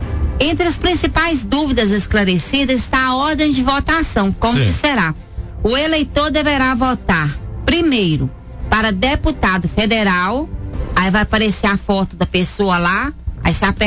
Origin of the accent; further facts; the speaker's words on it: Minas Gerais, Brazil; nós somos de Minas Gerais.